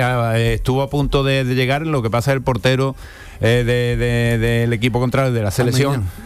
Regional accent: Spain; estábamos asustados porque somos españoles

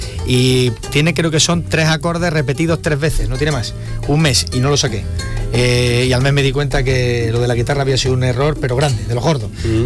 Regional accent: Basque Country, Spain; born there; al nacer en el País Vasco, yo creo que nací en Guipúzcoa, era lógico que el equipo que fuera de mis amores en ese momento fuera el de la Real Sociedad, ¿no?

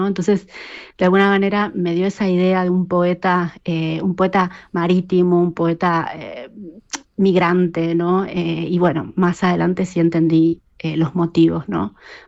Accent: Buenos Aires, Argentina; born there; Porque bueno, yo nací en provincia de Buenos Aires, nací en Argentina.

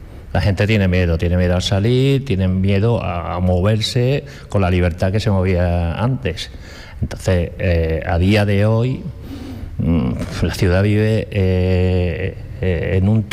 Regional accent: Ceuta, Spain; y mi padre es de Baza, Granada. La mayoría de nosotros, ceutíes, tenemos los padres andaluces y nosotros nos sentimos tal cual.

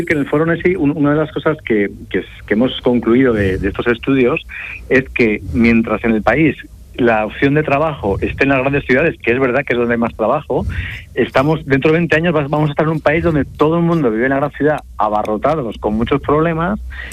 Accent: Palencia, Castile and León, Spain; Yo que soy de Palencia, como os digo, cuando alguien se iba, fulanita se ha ido a Madrid

